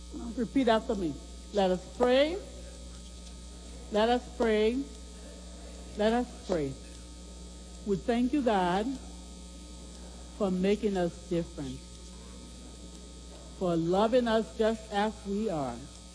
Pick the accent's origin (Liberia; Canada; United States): Liberia; moved away; I grew up in Liberia. And that's way, way in West Africa. So I sound different.